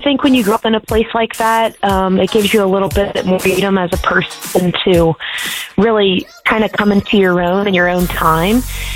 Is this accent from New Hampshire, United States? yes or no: no; Chillicothe, Ohio, United States; I grew up mainly in Chillicothe. I went to school in Waverly, but kind of in the middle of both of those cities.